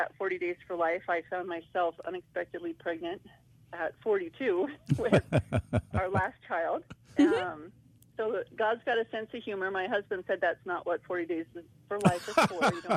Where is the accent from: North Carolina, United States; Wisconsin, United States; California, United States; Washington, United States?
Washington, United States; Spokane; also born or lived in Seattle; I'm originally from the Spokane area, and I had graduated college, and I entered into a law enforcement career, and I was in Seattle for over 18 years